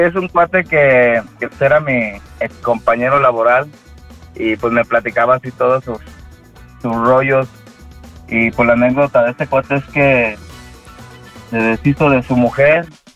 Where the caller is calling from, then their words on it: León, Guanajuato, Mexico; De León, Guanajuato.